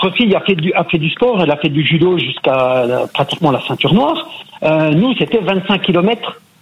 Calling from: Bourgogne-Franche-Comté, France; moi j'habite le petit village de Courcelles-lès-Quinger, donc on est à 25 km de Besançon.

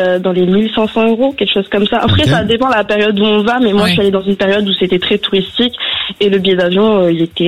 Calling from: Bordeaux, Nouvelle-Aquitaine, France; Alors, j'ai 20 ans et je viens de Bordeaux.

